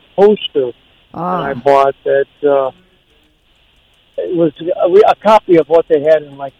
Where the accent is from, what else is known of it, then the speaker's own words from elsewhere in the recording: Cleveland, Ohio, United States; moved away; I am from Cleveland.